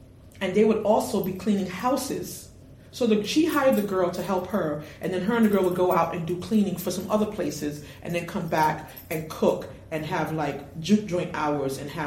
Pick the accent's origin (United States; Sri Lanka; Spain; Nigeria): United States; Brooklyn, New York; I'm from Brooklyn, y'all.